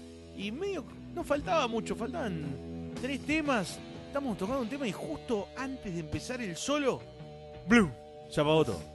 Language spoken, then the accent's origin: Spanish; Buenos Aires, Argentina; uno como porteño